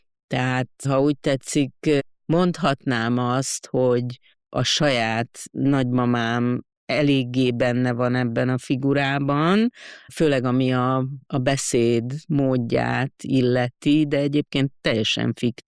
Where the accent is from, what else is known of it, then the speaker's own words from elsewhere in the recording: Brazil; félig meddig egy darabig Brazíliában nőttem fel